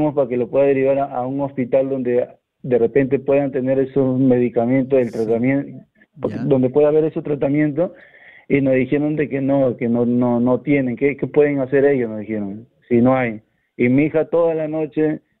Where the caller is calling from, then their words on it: Lima, Peru; Estoy llamando desde acá de San Juan del Riancho, Lima, del asentamiento humano Huáscar.